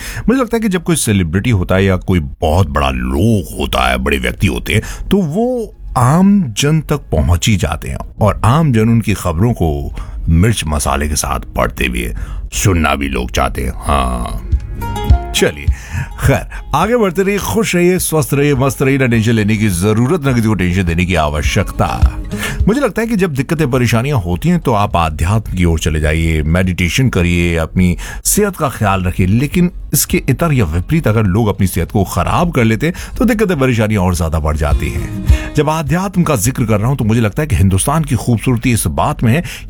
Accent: Mathura, Uttar Pradesh, India; क्योंकि मैं मथुरा से आता हूं

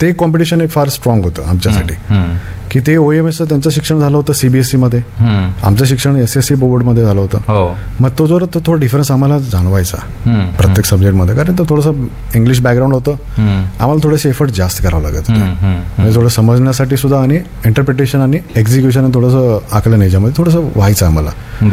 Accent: Solapur, Maharashtra, India; born there; also born or lived in Latur; Solapur Mahavir high school म्हणून सोलापूरमधनं.

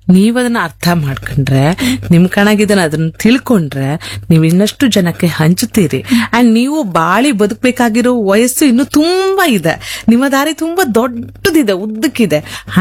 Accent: Kundapura, Karnataka, India

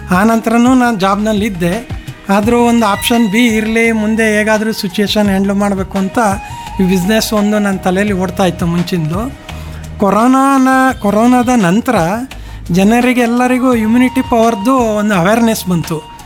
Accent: Mysore district, Karnataka, India; moved away as an adult; also born or lived in Sagara / Maharashtra / Gujarat / Delhi; ನಾನು ಹುಟ್ಟು ಬೆಳೆದಿದ್ದೆಲ್ಲ ಮೈಸೂರು ಡಿಸ್ಟ್ರಿಕ್ಟ್ ಅಲ್ಲಿ, ಬಟ್ ನಾವು ಮೂಲತಃ ಸಾಗರದವರು.

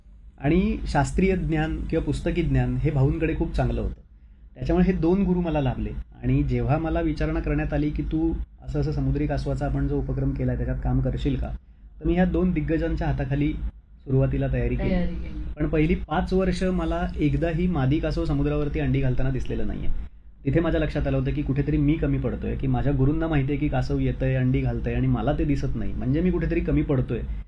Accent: Mumbai, Maharashtra, India; moved away as an adult; now in Velas, India; लहानपणापासून पाहिलेली मुंबई मग वाढलेली गर्दी ह्याला मी कंटाळलो आणि मग मुंबई सोडायचं ठरवलं. रत्नागिरी जिल्ह्यात मंडणगड तालुक्यात वेळास माझं गाव आहे तिथे शेतीवाडी आहे

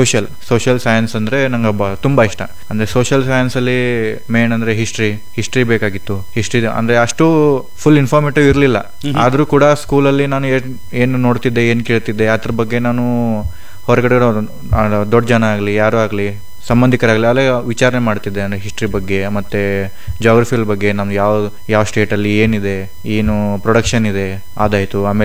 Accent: Belagavi, Karnataka, India; born there; also born or lived in Pune; ಬೆಳಗಾವಿ ನಿವಾಸಿ. ಅದು ನಾನು ಹುಟ್ಟಿದ್ದು ಪುಣಾಲಿ, ನಮ್ಮ ಮಮ್ಮಿ ಆ ಸೈಡ್ದವರು ಪುಣಾದಲ್ಲಿ. ಆಮೇಲೆ ಅಲ್ಲಿ ಬರ್ತಾಯಿತ್ತು, ಅಲ್ಲೇ ಸ್ವಲ್ಪ ಎಜುಕೇಷನ್ ಕೂಡ ಆಯಿತು. ಮತ್ತು ರಿಟರ್ನ್ ಆಫ್ ಬೆಲ್ಗಮ್ದಿಂದ ಮತ್ತೆ ಅಲ್ಲಿ ಟ್ರಾನ್ಸ್ಫರ್ ಆಯಿತು. ಜಾಬ್ಗೋಸ್ಕರ ಡ್ಯಾಡಿ ಅದು ಅಲ್ಲಿ ಶಿಫ್ಟ್ ಆದರು.

